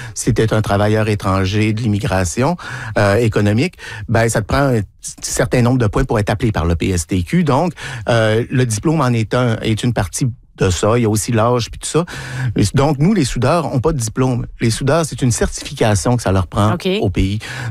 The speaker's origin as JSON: {"language": "French", "region": "Quebec", "country": "Canada", "said": "chez nous, au Québec"}